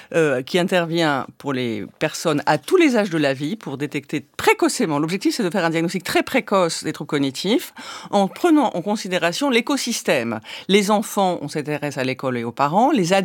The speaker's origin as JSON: {"language": "French", "country": "Algeria", "tie": "born or raised there", "said": "Alors, j'ai grandi en Algérie, effectivement, après l'indépendance de l'Algérie, dans une période intermédiaire. J'y suis arrivée à l'âge de 3 ans."}